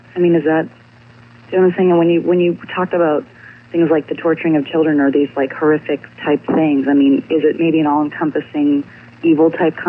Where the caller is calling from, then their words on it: Los Angeles, California, United States; Hi, this is … from Hollywood, California.